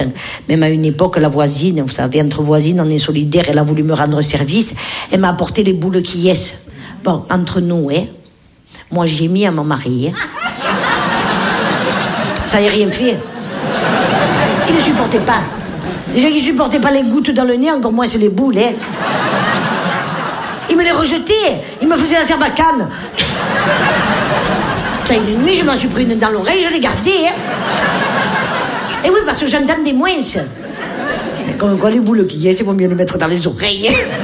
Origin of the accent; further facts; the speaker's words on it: Nice, Provence-Alpes-Côte d'Azur, France; Et moi, je l'ai fait comme on l'a fait chez nous à Nice, à la pomme de terre.